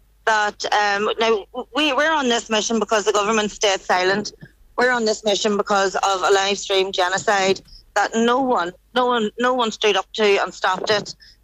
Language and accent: English; Northern Ireland, United Kingdom; because I'm Irish and I'm born under occupation in the north, and people might laugh at that, but I was born a British citizen and my children are born British citizens.